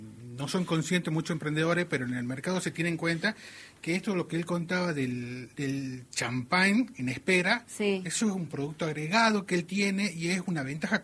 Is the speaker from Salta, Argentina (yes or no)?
yes; Salta, Argentina; El salteño, yo soy de la idea que por ahí te cruzan y te dicen, ¿vos sos de Salta? Sí.